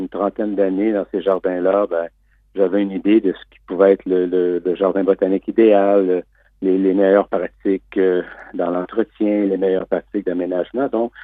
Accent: Canada

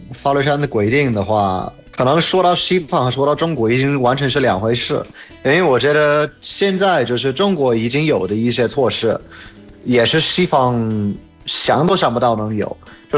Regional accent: United Kingdom; Chinese is a second language; Thanks everyone … from the UK.

